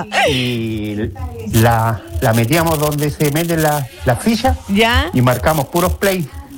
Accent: Santiago, Santiago Metropolitan Region, Chile; moved away; yo como me crié en Santiago

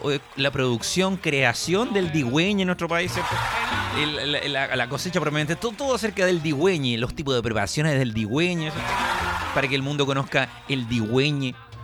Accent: Chile; ¿qué hacemos los chilenos?

